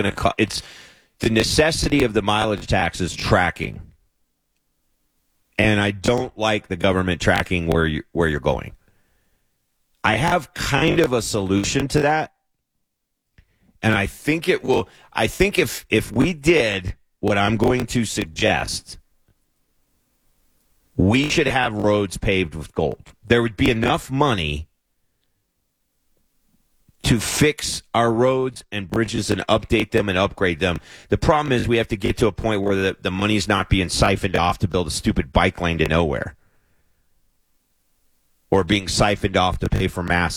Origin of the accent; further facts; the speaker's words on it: Kentucky, United States; moved away; my home state of Kentucky